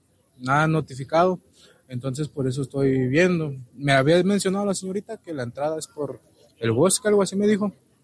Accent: Jalisco, Mexico; Yo vengo de Jalisco.

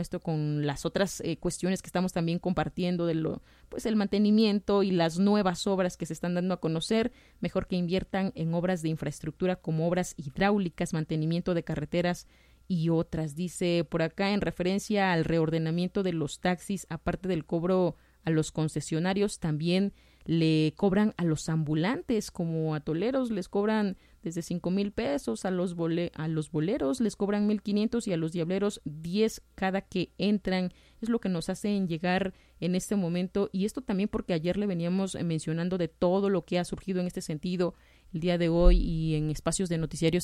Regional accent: Oaxaca, Mexico; somos los oaxaqueños

